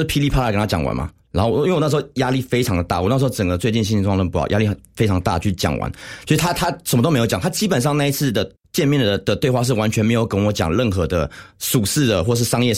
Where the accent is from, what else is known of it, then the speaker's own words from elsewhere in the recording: Taichung, Taiwan; now in Taipei, Taiwan; 我马上就是从台北就回到台中。因为我是台中人，台中